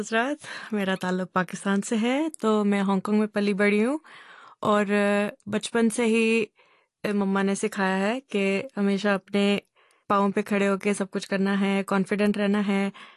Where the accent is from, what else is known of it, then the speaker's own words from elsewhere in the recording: Hong Kong; as you know, if you're born and raised in Hong Kong, you have definitely have a certain routine.